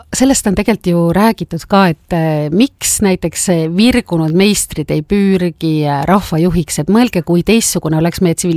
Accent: Tallinn, Harju County, Estonia; ma olen ju tallinlane.

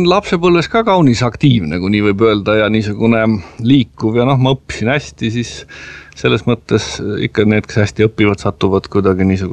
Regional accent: Tallinn, Harju County, Estonia; No minu lapsepõlv möödus Lillekülas, nii et ma olen seal sündinud ja seal siis ka elanud kuni ülikooli minekun ja minu vanemad elasid seal kuni isa surmani 83. aastal, nii et siis ema kolis ka sealt ära, nii et ma olen nagu Lilleküla poiss

